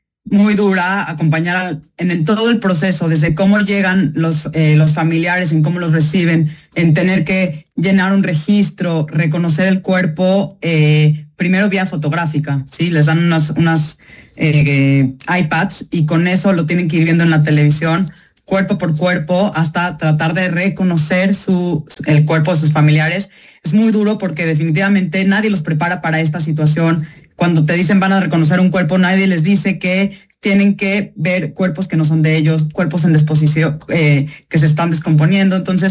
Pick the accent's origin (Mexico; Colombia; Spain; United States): Mexico; de todas las comunidades judías en el mundo, y estamos por todo el mundo, y bueno, yo soy de México.